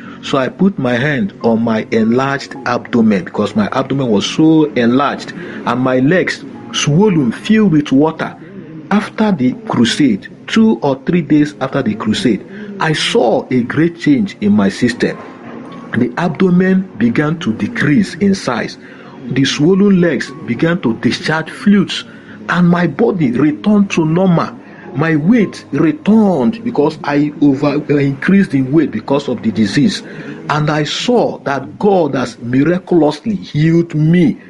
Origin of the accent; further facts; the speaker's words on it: Enugu State, Nigeria; I am from Nara Onateze in Enugu East local government area of Enugu State, Nigeria.